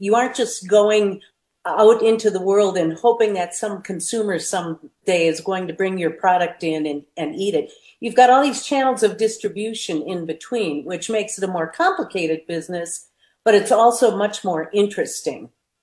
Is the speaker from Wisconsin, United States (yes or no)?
yes; Wisconsin, United States; I mean, I grew up in Wisconsin, so they used to say this about bars in Wisconsin